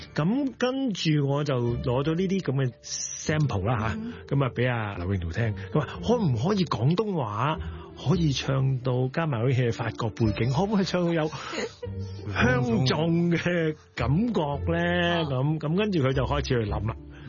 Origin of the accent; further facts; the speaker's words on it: Hong Kong; 這件事我們香港人陌生嘛